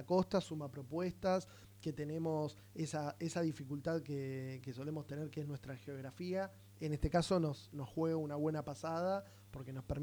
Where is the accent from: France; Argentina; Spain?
Argentina; San Bernardo, Buenos Aires Province; para los que somos de San Bernardo